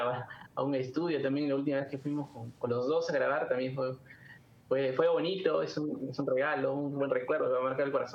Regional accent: Peru; now in Brazil; En Perú nos gusta mucho el fútbol

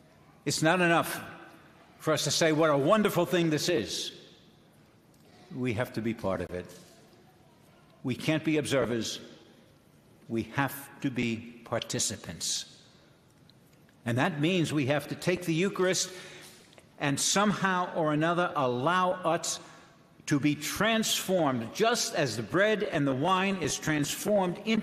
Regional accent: United States

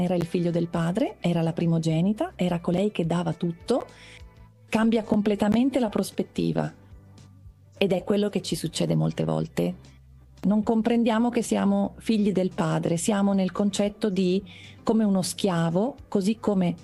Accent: Mexico; accent: Mexican; a causa del mio accento, sanno che sono messicano.

